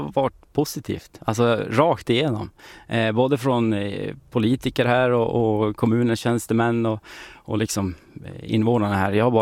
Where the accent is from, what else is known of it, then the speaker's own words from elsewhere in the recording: Fagersta, Västmanland County, Sweden; now in Åsele, Sweden; Nej, jag är ju från Bergslagen då, Fagersta. Jag har fått förmånen att flytta hit faktiskt.